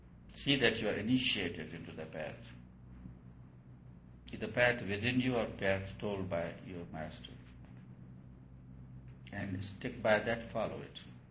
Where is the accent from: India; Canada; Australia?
India; In India we would say prayer, request for.